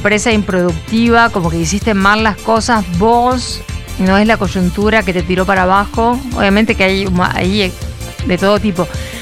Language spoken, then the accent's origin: Spanish; Argentina; nosotros como argentinos